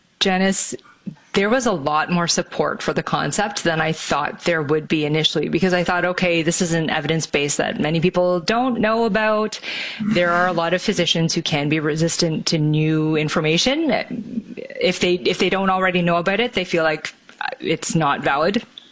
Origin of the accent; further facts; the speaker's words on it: Toronto, Ontario, Canada; moved away as an adult; also born or lived in northern British Columbia; I grew up in the suburbs of Toronto